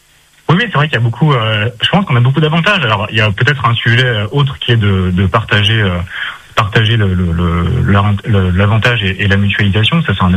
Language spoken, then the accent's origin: French; France; on est français au fond.